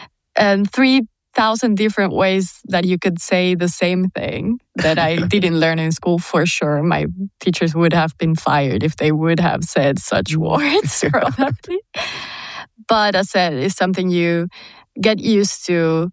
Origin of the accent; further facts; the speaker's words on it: Lima, Peru; I would say people in Lima, maybe we tend to express ourselves softly